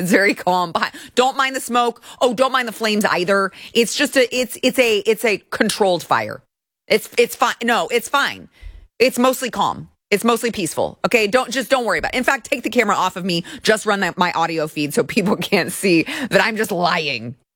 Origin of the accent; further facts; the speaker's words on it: United States; as an American who's always been an American, who was born an American, who will die an American, and no, it's not because I'm an anchor baby, it's because my parents' heritage is here.